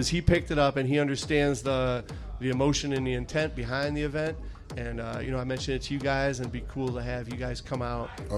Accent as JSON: {"language": "English", "region": "New York", "country": "United States", "moved": "as an adult", "lives_now": "Michigan, United States", "said": "when I first came to Michigan, you know, I came from Western New York, Toronto, Niagara Falls, Buffalo area"}